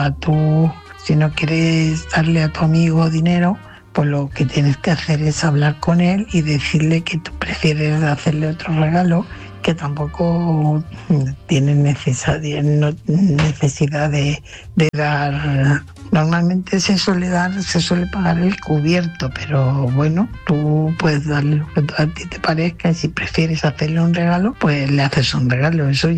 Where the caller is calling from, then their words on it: Fuenlabrada, Community of Madrid, Spain; corresponsal de Fuenlabrada.